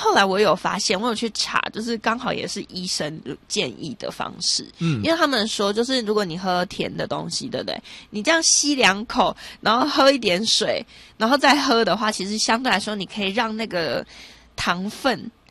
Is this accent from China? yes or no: no; Taiwan; 其实又是我们台湾人非常非常。日常生活当中的一个陪伴啦